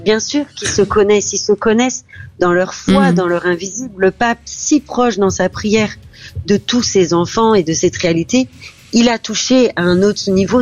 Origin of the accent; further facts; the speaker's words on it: France; on est français depuis des générations